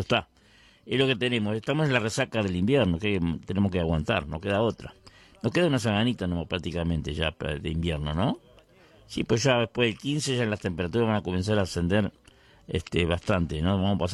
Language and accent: Spanish; Vergara, Treinta y Tres, Uruguay; un saludo para toda la gente de mi pueblo, la gente de Vergara y la región